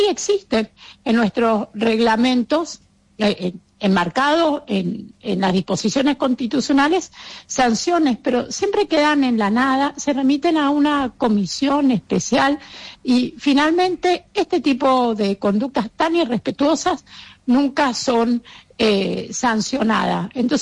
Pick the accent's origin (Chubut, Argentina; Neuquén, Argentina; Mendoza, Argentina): Mendoza, Argentina; la provincia de Mendoza, de donde soy oriunda